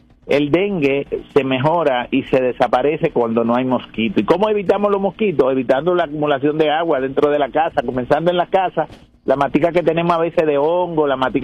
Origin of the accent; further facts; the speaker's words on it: Dominican Republic; moved away; Nosotros que venimos de República Dominicana